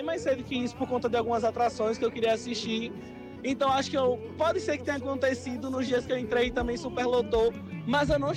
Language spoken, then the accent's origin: Portuguese; Recife, Pernambuco, Brazil; now in Caruaru, Brazil; Não, eu sou natural de Recife, mas eu, como mesmo nós dizemos, moro em Maragogi.